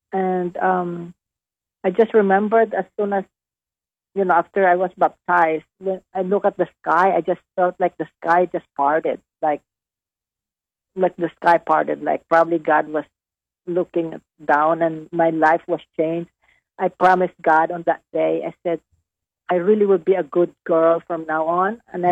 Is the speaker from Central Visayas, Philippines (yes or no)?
no; Western Visayas, Philippines; moved away as an adult; now in Dallas, United States; Negros Occidental. It's Visayas. It's in the middle part of the Philippines